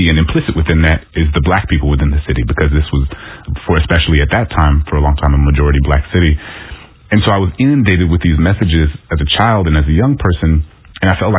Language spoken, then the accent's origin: English; New Orleans, Louisiana, United States; I remember growing up in New Orleans and being inundated with these messages, some implicit, some explicit, about why New Orleans was the way that it was, right?